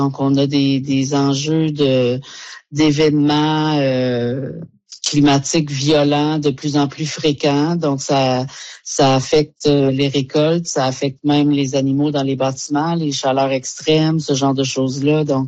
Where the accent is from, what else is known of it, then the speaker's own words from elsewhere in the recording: Quebec, Canada; Moi, je viens du Québec.